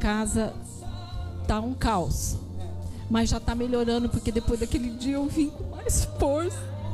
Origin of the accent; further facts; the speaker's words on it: Guaraci, Paraná, Brazil; Eu sou de Guaraçu.